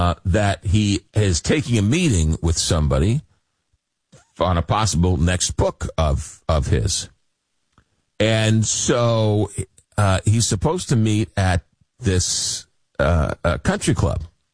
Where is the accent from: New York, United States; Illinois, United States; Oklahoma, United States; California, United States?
New York, United States; Long Island; But over the weekend, growing up in Long Island, New York, as kids, we would always go to the Hamptons.